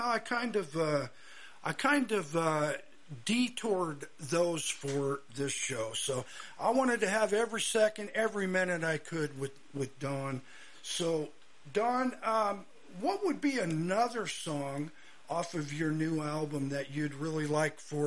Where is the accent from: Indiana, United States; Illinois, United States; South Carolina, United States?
Indiana, United States; Seymour; I grew up in the Seymour First Church of the Nazarene